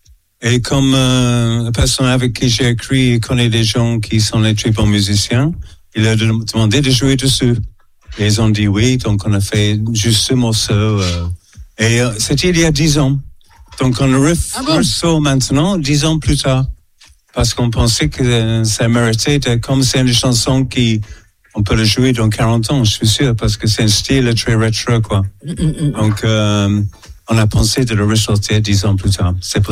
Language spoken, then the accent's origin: French; England, United Kingdom; accent: birkinesque; French is a second language; now in France